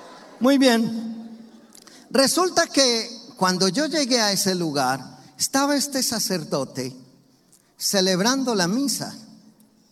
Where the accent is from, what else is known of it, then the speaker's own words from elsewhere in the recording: Medellín, Antioquia, Colombia; yo soy colombiano de una ciudad de Colombia que se llama Medellín.